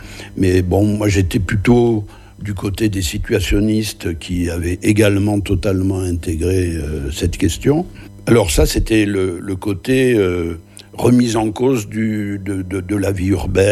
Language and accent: French; Luz-Saint-Sauveur, Occitanie, France; Ben, probablement mon enfance à Luce-Saint-Sauveur et le fait d'avoir pour voisin une famille de tout petits paysans, la famille Noguet